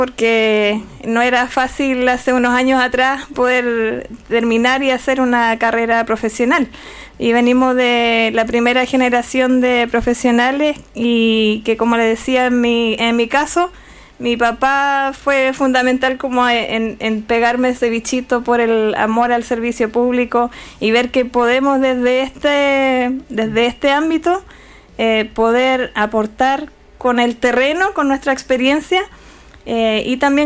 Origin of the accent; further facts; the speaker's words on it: Laja, Biobío, Chile; born there; moved away; also born or lived in Temuco / Puerto Montt / Valparaíso / Santiago; Porque estudié en Temuco, en la Universidad de Temuco, pero nací en Laja, en la octava región. Hice mi práctica en Puerto Montt y trabajé en Valparaíso